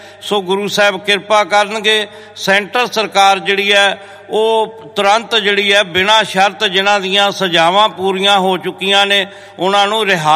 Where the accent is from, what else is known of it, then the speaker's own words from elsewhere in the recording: Punjab, India; ਜਿੱਥੇ ਪੰਜਾਬ ਦੇ ਵਿੱਚ, ਆਪਾਂ ਮੈਂ ਪੰਜਾਬ ਦੇ ਵਿੱਚੋਂ ਹੀ ਆਇਆ